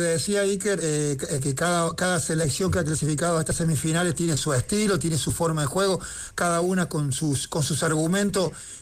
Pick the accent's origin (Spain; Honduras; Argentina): Argentina; Sí, bueno, como argentino, hasta ayer, hasta hoy, altas horas de noche